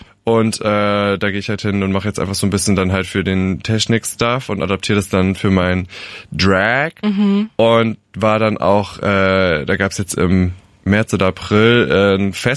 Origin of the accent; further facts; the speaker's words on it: Rhineland-Palatinate, Germany; Nähe Alzey.